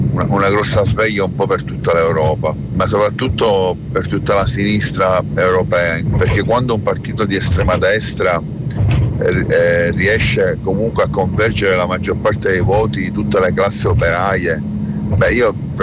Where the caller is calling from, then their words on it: Palermo, Sicily, Italy; da Palermo